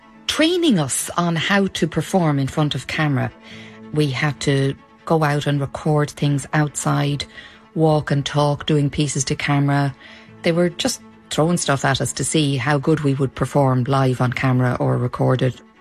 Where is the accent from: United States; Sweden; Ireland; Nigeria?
Ireland; Dublin, Leinster; I was coming from Dublin with learned Irish. I was not a native speaker, and I had great difficulty understanding the native speakers when they would speak too fast.